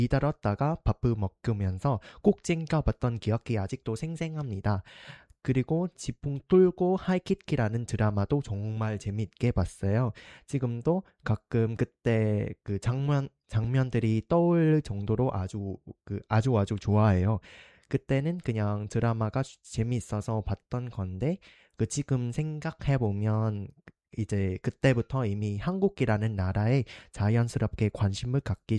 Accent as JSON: {"language": "Korean", "country": "Vietnam", "second_language": "Korean", "moved": "as an adult", "lives_now": "South Korea", "said": "저는 베트남에서 온"}